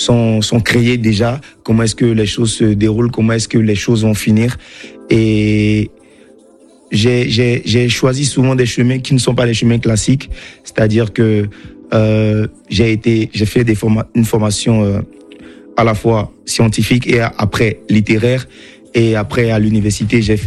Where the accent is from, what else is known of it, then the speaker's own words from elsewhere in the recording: Benin; accent: Beninese; c'est surtout parce que j'ai un accent français qui est très, très béninois quand je rappe.